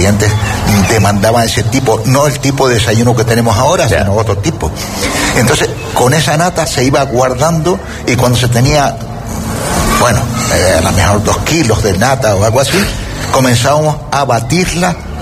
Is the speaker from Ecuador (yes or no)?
no; Canary Islands, Spain; born there; Hombre, yo soy nacido en Gran Canaria, ¿no? Pero cuando he venido aquí al sur hace 45 años, ya mi mujer me dijo, dice, de aquí yo no me muevo.